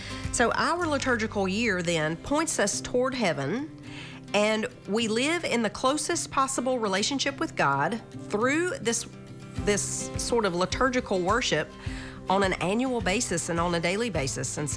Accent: the South, United States; I'm from the South. I live in Tennes

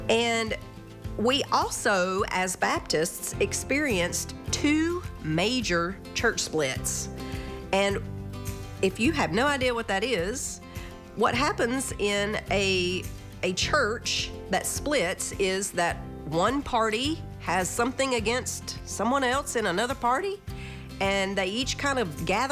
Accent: the South, United States; now in Tennessee, United States; I had never even met a priest. I'm from the South. I live in Tennessee. And so Catholicism is a really, really small minority. And it's mostly fundamentalist Baptist churches, or fundamentalist churches anyway.

